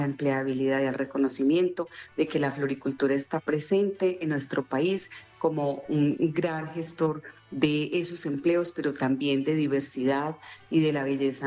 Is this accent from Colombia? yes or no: yes; Colombia; la confianza y la esperanza en los valores que tenemos como colombianos nos deben hacer sentir muy fortalecidos.